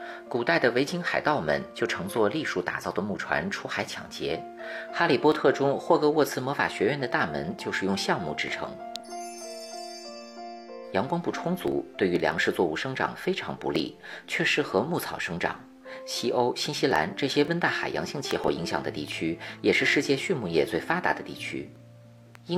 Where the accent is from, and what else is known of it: China